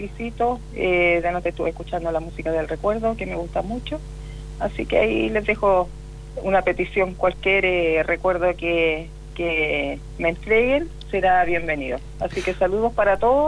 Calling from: Concepción, Biobío, Chile; No, yo soy penquista, sí. Mi familia está acá toda en Talcahuano.

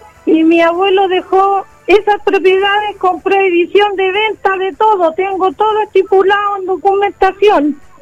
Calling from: Chile; Yo soy de aquí, del sector Pucuro

